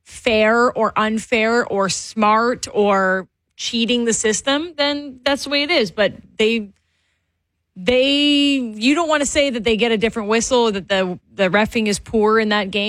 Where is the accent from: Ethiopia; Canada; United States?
Canada; I as a Canadian